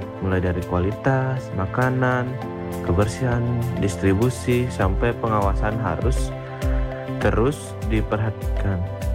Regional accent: Mengwi, Bali, Indonesia; Saya dari Banjar Babakan Kenging Gulengan Mengui, Badung.

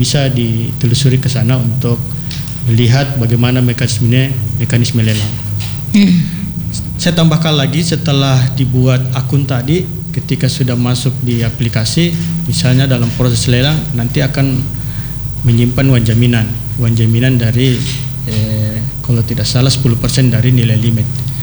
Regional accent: West Sulawesi, Indonesia; kita orang Sulawesi Barat

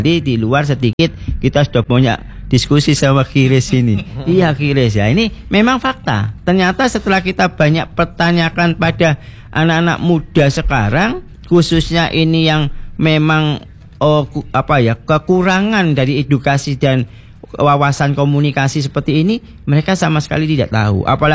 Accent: Java, Indonesia; Kan lucu kalau kita orang Jawa lalu dibatasi dengan apa?

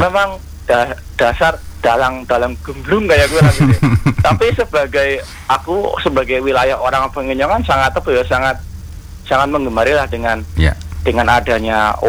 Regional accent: Pemalang, Central Java, Indonesia; accent: Pemalang (Ngapak); now in Jakarta, Indonesia; Bapak logatnya kayak orang Tegal ya Pak. Loh iya memang saya orang Pemalang gitu.

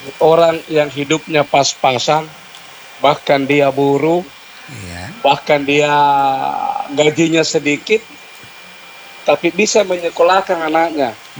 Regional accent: Makassar, South Sulawesi, Indonesia; Jadi saya kan termasuk lahir di Makassar, orang Makassar. Itu tentu banyak teman ya. Jadi saya bukan pendatang.

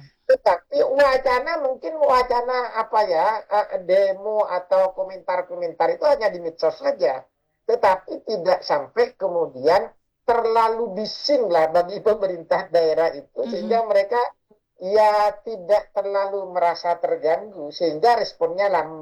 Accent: Bangkalan, East Java, Indonesia; saya orang Madura, Mbak. Saya orang Bangkalan, Pak Yuda.

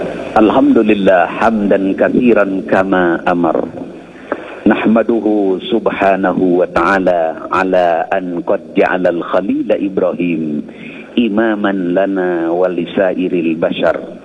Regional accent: Indonesia; اللهم اجعل بلدتنا إندونيسيا آمنة مطمئنة

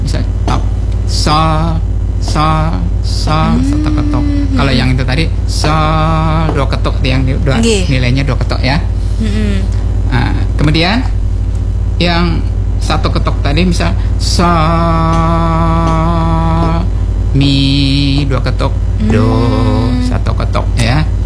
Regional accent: South Kalimantan, Indonesia; Tapi kalau di ujar kita orang Banjar disurungi atau diserahkan notasi balok, dia bingung.

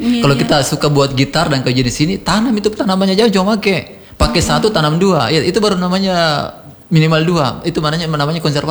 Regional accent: Sulawesi, Indonesia; Menjadi pengetahuan dasar kita sebagai orang Sulawesi.

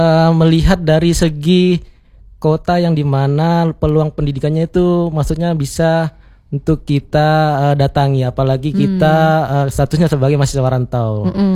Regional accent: Polewali Mandar, West Sulawesi, Indonesia; Kalau saya dari Sulawesi Barat, Polewali Mandar, Bu.

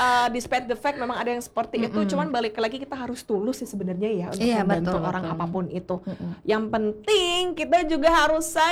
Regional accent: Bali, Indonesia; karena kita anak Bali begitu ya

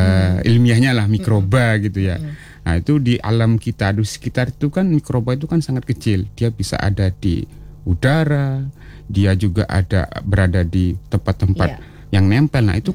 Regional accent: West Nusa Tenggara, Indonesia; Iya, saya dari Lombok, Nusa Tenggara Barat.

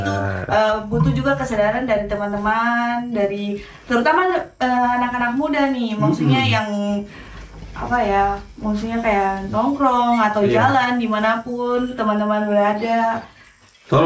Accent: Sorong, Southwest Papua, Indonesia; moved away as an adult; now in Biak, Indonesia; saya berasal dari kota Sorong.

